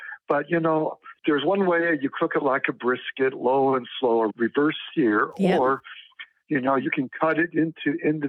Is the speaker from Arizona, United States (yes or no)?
yes; Scottsdale, Arizona, United States; Hi, Genevieve. … I'm from Scottsdale, Arizona.